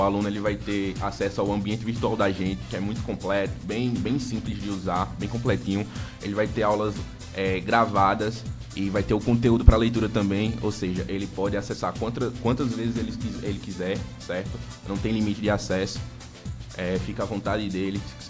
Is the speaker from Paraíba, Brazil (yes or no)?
yes; Campina Grande, Paraíba, Brazil; eu sou de Campina Grande, natural de Campina Grande.